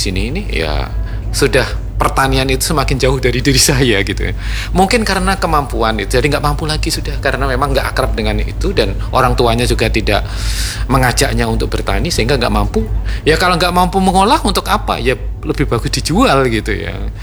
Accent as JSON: {"language": "Indonesian", "town": "Madiun", "region": "East Java", "country": "Indonesia", "tie": "born or raised there", "moved": "yes", "said": "Saya kan di Madiun ya."}